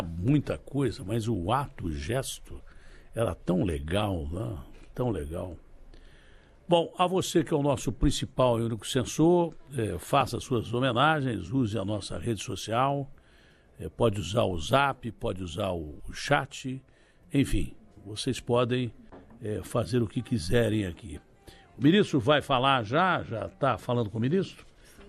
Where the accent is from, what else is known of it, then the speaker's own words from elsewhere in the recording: São Paulo, Brazil; born there; Eu nasci no interior de São Paulo, mas eu queria ser nordestino.